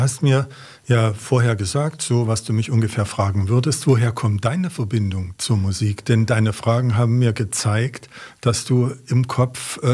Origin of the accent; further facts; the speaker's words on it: Leipzig, Saxony, Germany; born there; was wir natürlich aus der DDR mitgebracht haben, ich bin ja in Leipzig geboren